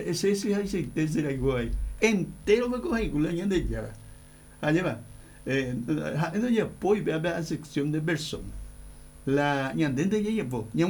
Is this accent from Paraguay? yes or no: yes; Paraguay